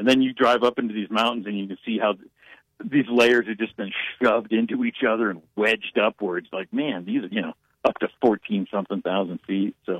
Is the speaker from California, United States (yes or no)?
no; Ohio, United States; I'm from Ohio. Come on, man.